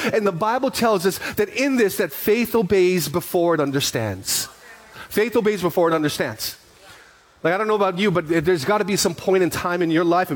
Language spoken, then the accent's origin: English; Honokaa, Hawaii, United States; born or raised there